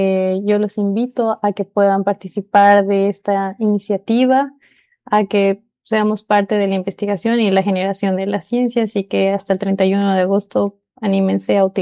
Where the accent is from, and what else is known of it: Bolivia